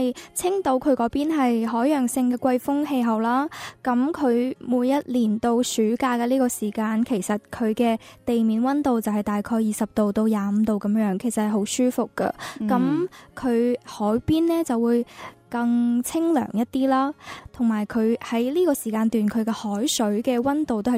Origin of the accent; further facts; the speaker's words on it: Guangzhou, Guangdong, China; 我系嚟自广州嘅。